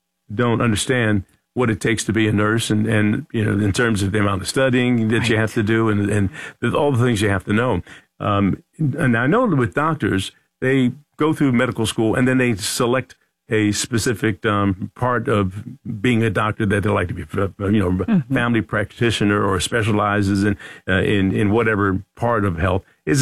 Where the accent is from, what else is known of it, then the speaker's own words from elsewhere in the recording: Philadelphia, Pennsylvania, United States; we played the … because I'm from Philadelphia.